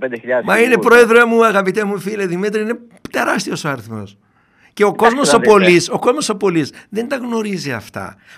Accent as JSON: {"language": "Greek", "area": "Kilkis", "region": "Central Macedonia", "country": "Greece", "said": "όπως εκεί στο χωριό μου, στο Κυλκής"}